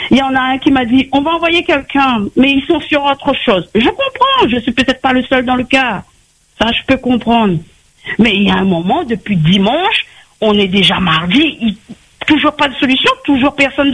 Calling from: Saint-Paul, Réunion

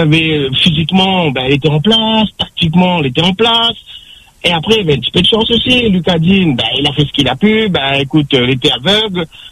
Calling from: Réunion; Moi, je suis un Marseillais. J'aime, je suis réunionnais.

